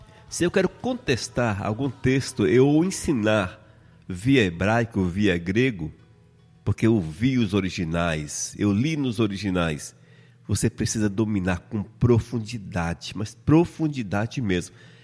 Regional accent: Brazil; first language Portuguese; eu sou nativo do Brasil, nasci aqui, eu tenho formação superior, sou formado em teologia, e eu falo um português que só a misericórdia de Deus.

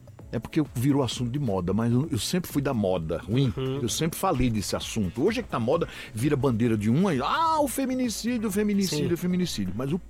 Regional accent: Palmares, Pernambuco, Brazil; moved away; eu fui criado dentro de sítio. Eu nasci em Palmares, mas eu fui pro Engenho Galo, sítio Galo, meu pai trabalhava cortando cana e minha mãe costureira.

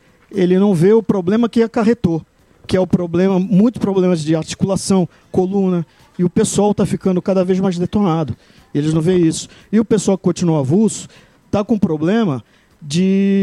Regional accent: Santos, São Paulo, Brazil; born there; also born or lived in Salvador / Vitória / Juiz de Fora; now in Guarujá, Brazil; Sou de Santos.

